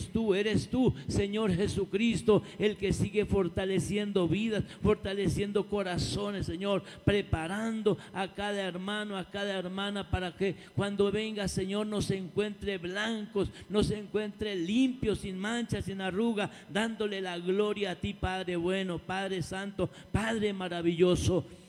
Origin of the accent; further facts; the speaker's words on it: Colombia; mi país, Colombia